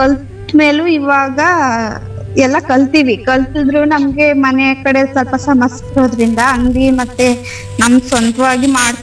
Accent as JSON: {"language": "Kannada", "town": "Ujjanahalli", "region": "Karnataka", "country": "India", "said": "ನಾವು ಹುಣಸೂರ್ ತಾಲೂಕು ಮೈಸೂರು ಜಿಲ್ಲೆ ಉಜ್ಜನಹಳ್ಳಿ ಅಂತ."}